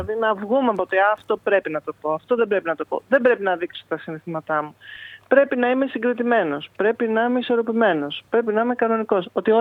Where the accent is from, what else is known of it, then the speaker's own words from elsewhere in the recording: Athens, Attica, Greece; born there; Εγώ που γεννήθηκα στην Αθήνα και μένω στην Αθήνα.